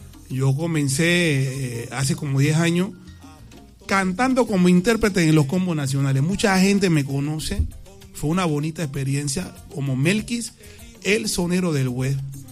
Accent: Panama City, Panamá, Panama; Soy panameño

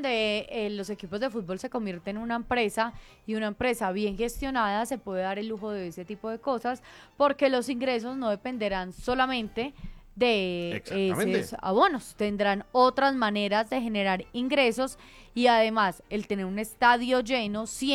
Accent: Antioquia, Colombia; Lo de Medellín era impresionante porque tanto, y lo digo porque yo soy paisa

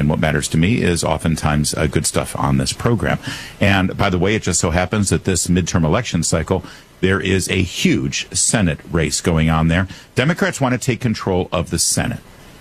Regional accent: Plymouth, Michigan, United States; as was very ubiquitous growing up in Michigan, by the way. In fact, we had a store in Lake Point Village in Plymouth, where I grew up, called the Kowalski Store.

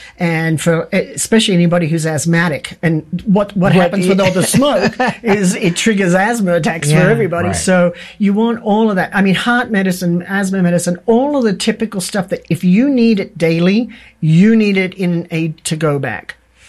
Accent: Australia; now in Santa Fe, United States; fire to me, I'm from Australia and it's the land of fire, and fire has always been a big concern.

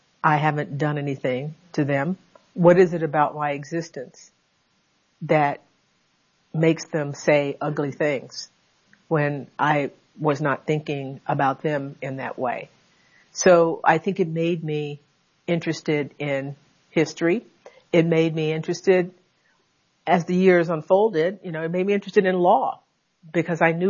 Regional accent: Conroe, Texas, United States; Yeah, Annette Gordon Reed Elementary School in my hometown. Yes, in Conroe, Texas. Yeah, Conroe, Texas.

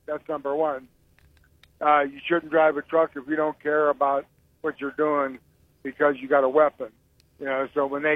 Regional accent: Youngstown, Ohio, United States; I'm from Youngstown originally.

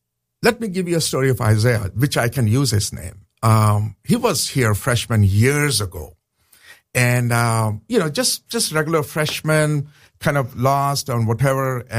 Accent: Pakistan; I said, I'm a Christian from Pakistan.

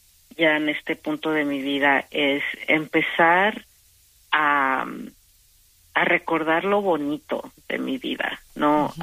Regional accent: Iguala, Guerrero, Mexico; Y pues me dolió más porque yo soy de Iguala. Y ahí es donde desaparecieron, donde fueron desaparecidos los estudiantes. Fue en Iguala, como a 10 minutos de donde yo nací, de la casa donde yo nací.

